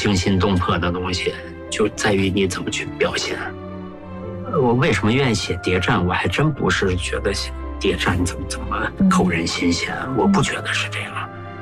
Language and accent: Chinese; Heilongjiang, China; 就因为我本身是黑龙江人嘛，小时候文物多，我对那块土地特别熟悉嘛。